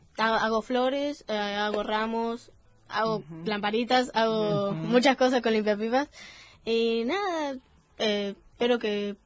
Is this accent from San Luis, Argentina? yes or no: yes; San Luis, Argentina; soy la única puntana juvenil de San Luis